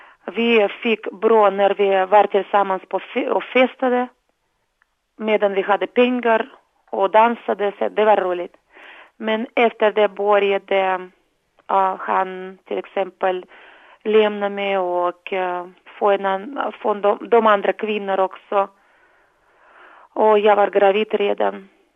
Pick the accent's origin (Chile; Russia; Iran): Russia; Swedish is a second language; now in Sweden; Från Ryssland.